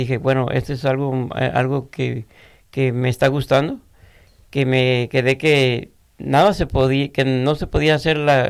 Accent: Mexico; born there; moved away; qué bonito dejar mis greñas en mi tierra natal, ¿no? México.

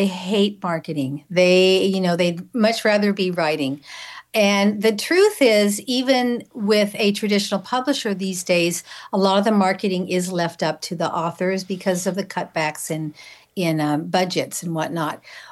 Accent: Temecula, California, United States; my hometown of Temecula, down in mm-hmm. Southern California

